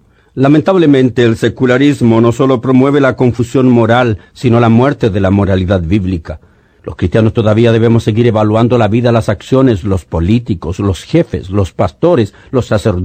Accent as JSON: {"language": "Spanish", "country": "Chile", "said": "como ocurre en mi país, en Chile"}